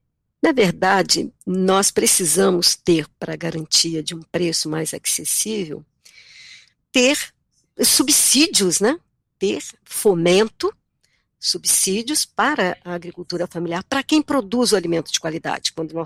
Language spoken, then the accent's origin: Portuguese; Minas Gerais, Brazil; Conversando com vocês aqui agora, que estão em Minas, de onde sou, eu também sou mineira